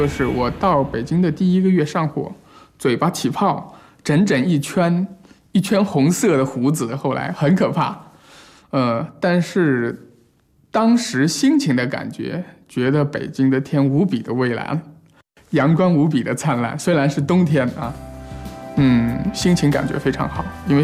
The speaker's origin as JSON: {"language": "Chinese", "region": "Jiangxi", "country": "China", "tie": "born or raised there", "moved": "yes", "lives_now": "Shenzhen, China", "said": "在深圳之前的那大半年过得非常的孤独，突然之间离开了我家乡江西的所有的熟悉的环境"}